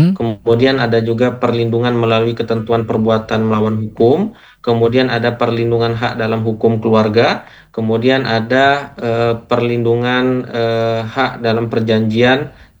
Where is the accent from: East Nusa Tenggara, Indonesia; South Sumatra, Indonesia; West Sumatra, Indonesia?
South Sumatra, Indonesia; Palembang; now in Aceh, Indonesia; saya aslinya dari kota Palembang, Sumatera Selatan.